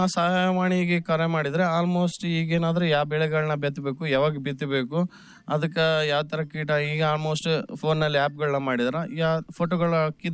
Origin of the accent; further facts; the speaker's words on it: Raichur, Karnataka, India; also born or lived in Bengaluru; ನಾನು ಪ್ರಾಥಮಿಕ ಶಿಕ್ಷಣ ಇದೇ ಗ್ರಾಮದಲ್ಲಿ ಪಡ್ಕೊಂಡಿನಿ, ಆಮೇಲೆ ಹೆಚ್ಚುವರಿ ಹೈಸ್ಕೂಲ್ ಶಿಕ್ಷಣ ಹಿರೇಬೂದು ಗ್ರಾಮದಲ್ಲಿ, ಆಮೇಲೆ ಕಾಲೇಜ್ ಅಂದರೆ PUC ದೇವದುರ್ಗ ನಮ್ಮ ತಾಲೂಕು ಮಟ್ಟದಲ್ಲಿ ಪಡ್ಕೊಂಡಿನಿ